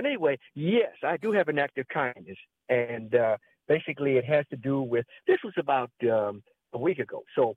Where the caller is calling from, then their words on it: Washington, District of Columbia, United States; Yes, good day. … I'm calling from Washington, D.C.